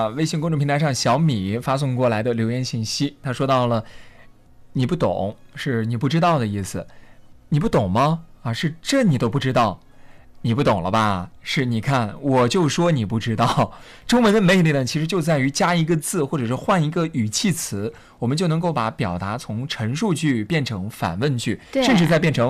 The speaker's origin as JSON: {"language": "Chinese", "country": "China"}